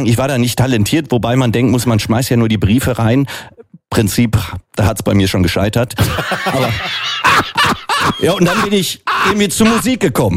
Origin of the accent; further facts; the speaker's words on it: Bochum, North Rhine-Westphalia, Germany; Ich komme aus Bochum, aus dem Ruhrpott